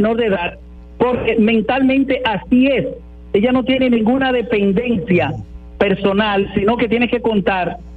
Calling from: Villa Jaragua, Bahoruco, Dominican Republic; nosotros somos también ahí de Villa Jaragua.

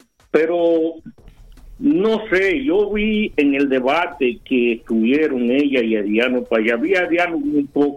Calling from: Dominican Republic; somos dominicanos

